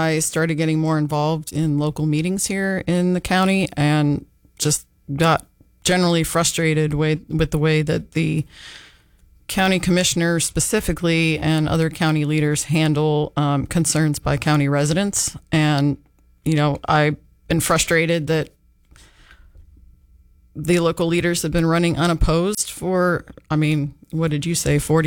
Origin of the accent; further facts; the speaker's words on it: Yorktown, Virginia, United States; Northern Virginia in elementary school, and then Yorktown, Virginia. And then I went to college there also.